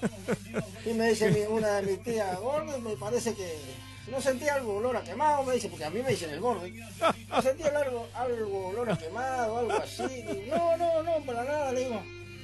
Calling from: San Miguel del Monte, Buenos Aires Province, Argentina; acá San Miguel del Monte.

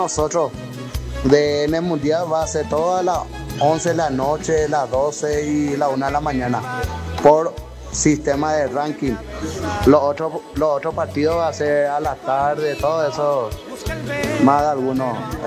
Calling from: Luque, Central, Paraguay; soy de Luque

